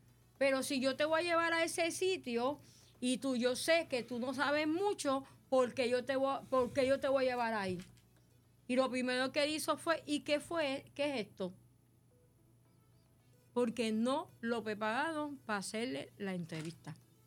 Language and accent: Spanish; Cataño, Puerto Rico; soy de Cataño, nací aquí, me crié aquí.